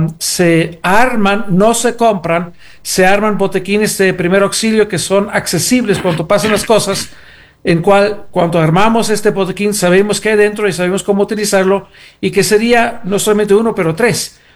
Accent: Ecuador

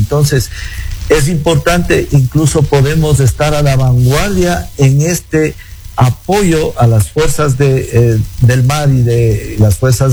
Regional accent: Ecuador

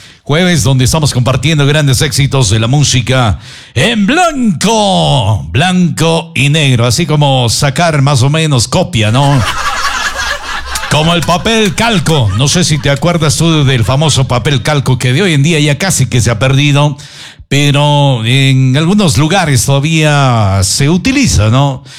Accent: Ecuador; aguardiente de mi tierra, el Ecuador.

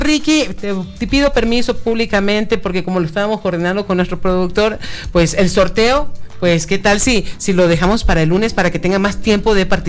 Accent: Manta, Manabí, Ecuador; born there; Yo hice mi adolescencia en Manta, estuvimos allá en Manta

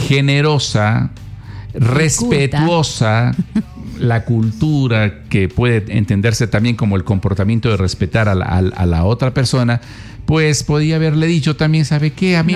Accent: Ecuador; Somos ecuatorianos

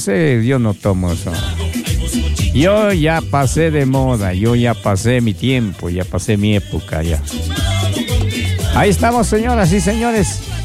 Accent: Ecuador; lo que tiene nuestro cantón y lo que tiene nuestro hermoso país de Ecuador.

